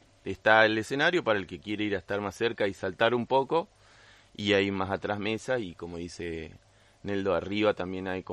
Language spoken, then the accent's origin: Spanish; Entre Ríos, Argentina; also born or lived in Río Gallegos; aunque yo soy entrerriano por adopción.